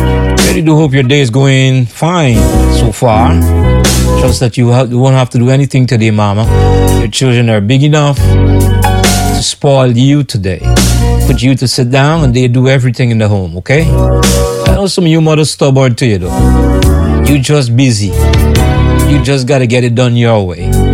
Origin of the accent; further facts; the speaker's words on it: Guyana; now in Brooklyn, United States; And my home country, Guyana